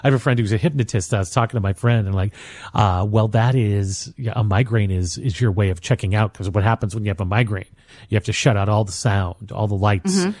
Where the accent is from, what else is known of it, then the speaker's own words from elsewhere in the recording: St. Louis, Missouri, United States; I grew up in St. Louis and not a great neighborhood.